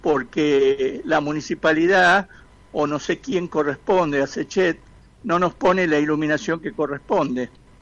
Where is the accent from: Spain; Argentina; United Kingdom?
Argentina; Tucumán; moved away as an adult; also born or lived in Buenos Aires; now in Resistencia, Argentina; yo soy originario de Tucumán y vine a vivir acá al principio del 2003 y estuve acá hasta el 2012. Fui a hacer un emprendimiento a Buenos Aires